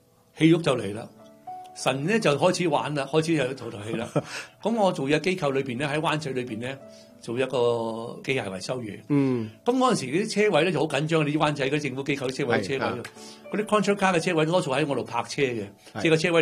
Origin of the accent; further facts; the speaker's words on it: China; 点解大家有个中国人嘅社会，点解你基督西方文化点解入侵我中国人嘅思想？